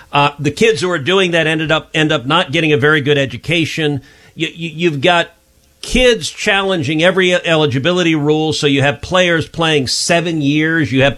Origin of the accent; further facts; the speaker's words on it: Texas, United States; my home state of Texas.